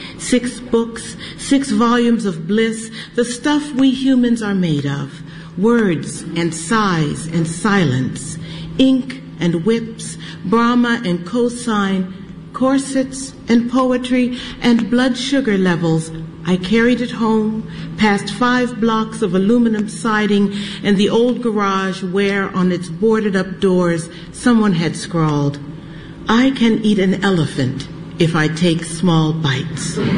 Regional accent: Akron, Ohio, United States; This is my special branch library in my hometown of Ohio, Akron, Ohio, Maple Valley Branch Library, 1967.

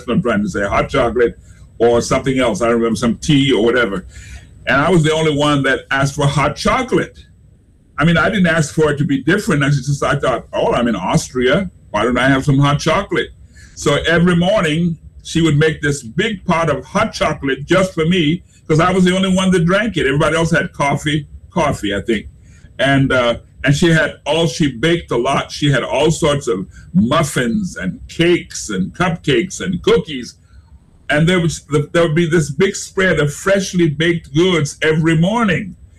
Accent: the South, United States; Now, remember, I grew up in the South when everything was segregated

